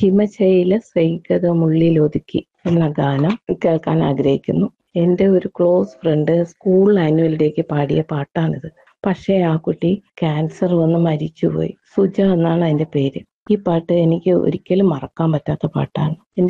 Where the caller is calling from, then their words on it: Kerala, India; ഞാൻ കാരിക്കാ മണ്ഡപത്തു നിന്നാണ്.